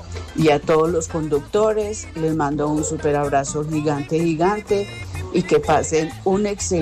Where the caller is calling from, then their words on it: Medellín, Antioquia, Colombia; del barrio Buenos Aires